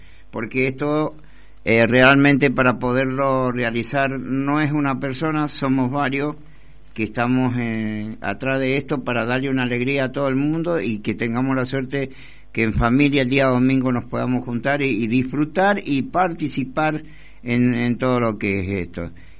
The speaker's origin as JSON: {"language": "Spanish", "country": "Argentina", "said": "tenemos que estar orgullosos los argentinos"}